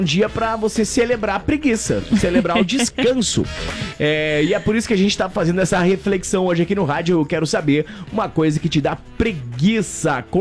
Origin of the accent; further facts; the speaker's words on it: Coronel Freitas, Santa Catarina, Brazil; Inclusive, tem uma festa, Duda, que acontece todos os anos lá na minha cidade, em Coronel Freitas.